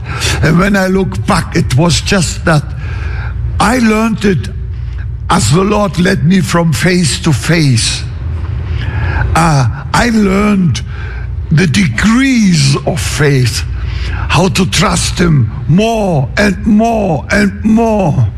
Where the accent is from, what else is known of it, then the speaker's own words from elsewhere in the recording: eastern Germany, Germany; now in United States; We lived outside, out there in in the eastern part of Germany. That is where I come from originally. I'm now an American.